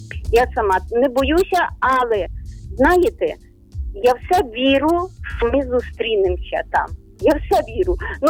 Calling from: Ternopil Oblast, Ukraine; Я із України. Тернопільщина

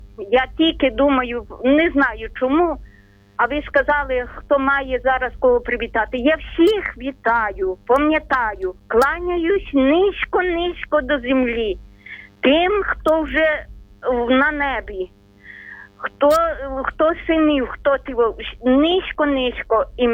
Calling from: Ternopil Oblast, Ukraine; Тернопільщина.

